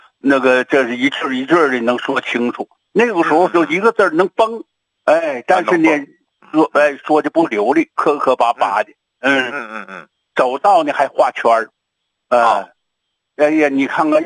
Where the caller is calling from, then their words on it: Shenyang, Liaoning, China; 陈老师啊，我是沈阳的浑南的。